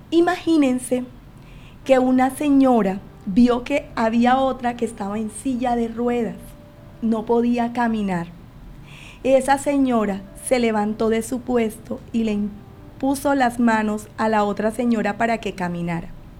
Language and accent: Spanish; Sincelejo, Sucre, Colombia; moved away; En Sincelejo, nosotras somos de Sincelejo, Sucre.